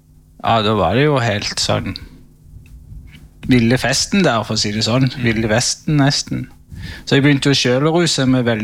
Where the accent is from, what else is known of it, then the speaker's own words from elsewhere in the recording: Sandnes, Rogaland, Norway; Jeg er jo fra Sandnes, og jeg ble vel født inn i...